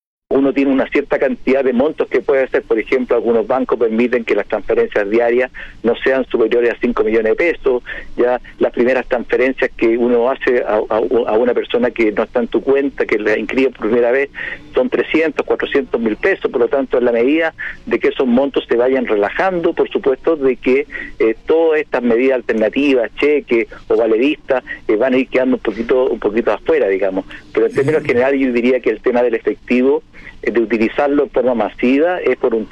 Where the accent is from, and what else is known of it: Chile